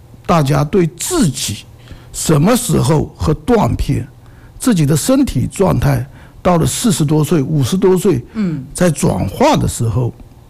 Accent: China; 我们中国人的这个酒文化

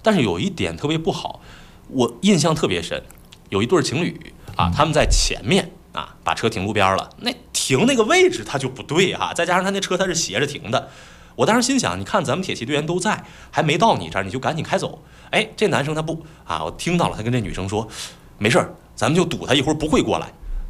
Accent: Fuzhou, Fujian, China; 还有我老家福州，

